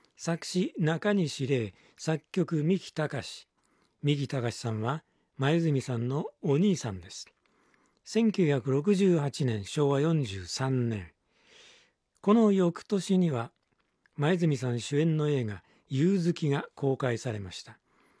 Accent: Tochigi, Japan; 私と同じ栃木県出身であります。

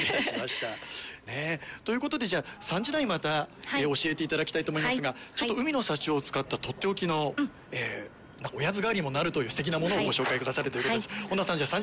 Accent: Tokuyama, Yamaguchi, Japan; 地元の山口の徳山にある放送局の

